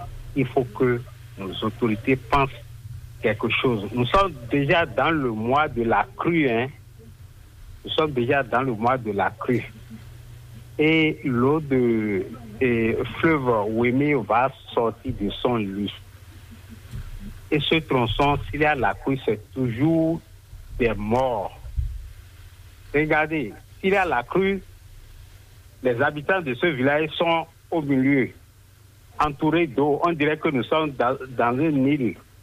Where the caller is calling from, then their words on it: Adjohoun, Ouémé, Benin; Je vous appelle d'Aguémina, arrondissement d'Azoï, c'est commune d'Adjoum.